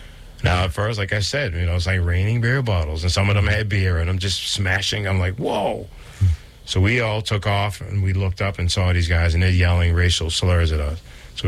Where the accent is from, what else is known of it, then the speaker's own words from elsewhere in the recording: Roxbury, Massachusetts, United States; I was bus from Roxbury out to Lexington.